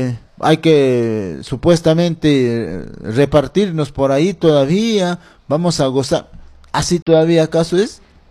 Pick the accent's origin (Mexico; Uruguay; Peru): Peru; Con mis conciudadanos de mi pueblo, donde me vio crecer Unión Autiqui, ahora el sector Alto Unión Autiqui